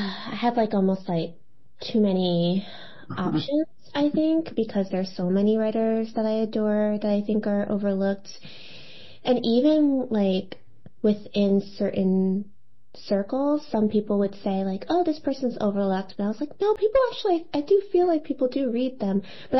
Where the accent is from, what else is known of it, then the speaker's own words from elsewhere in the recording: New Jersey, United States; I grew up in Jersey, and so I used to go to Chinatown all the time in New York City